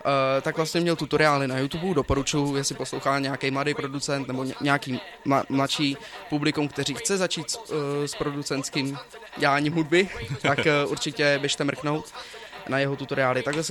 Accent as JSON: {"language": "Czech", "town": "Náchod", "region": "Hradec Králové Region", "country": "Czechia", "said": "já jsem z Náchoda, to je Královéhradecký kraj"}